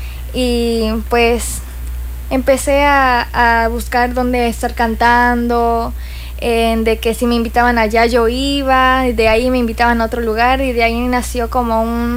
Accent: Cancún, Quintana Roo, Mexico; born there; Nací acá en Cancún, Quintana

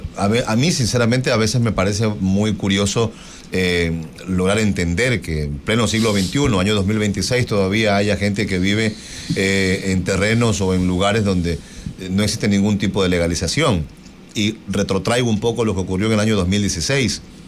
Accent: Portoviejo, Manabí, Ecuador; nosotros mismos que somos de Portoviejo

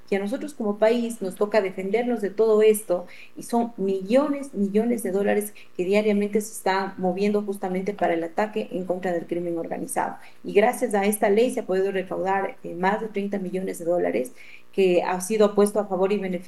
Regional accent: Ecuador; para nosotros como ecuatorianos

